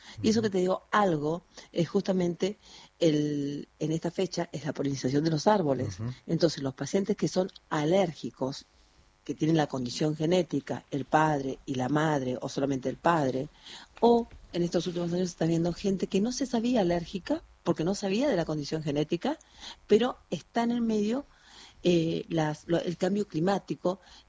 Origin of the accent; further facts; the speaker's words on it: Bellavista, Corrientes, Argentina; Yo estoy en realidad ciudad, yo le digo pueblo, pero ciudad. Yo estoy en Bellavista, Corrientes, ocasionalmente, pero trabajo en Buenos Aires, obvio.